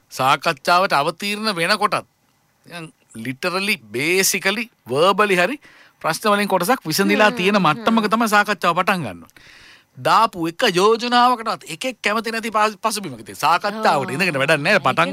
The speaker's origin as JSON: {"language": "Sinhala", "town": "Moratuwa", "region": "Western Province", "country": "Sri Lanka", "said": "අපි මොරටුවේ මිනිස්සු."}